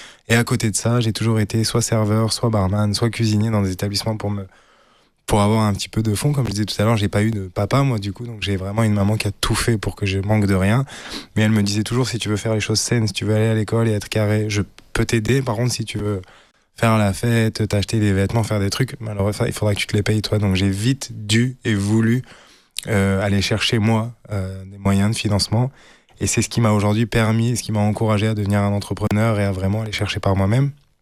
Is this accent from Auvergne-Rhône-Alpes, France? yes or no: yes; Saint-Restitut, Auvergne-Rhône-Alpes, France; En fait, j'ai grandi dans la Drôme. La Drôme provençale, dans un terrain familial où il y avait le restaurant de mes cousins.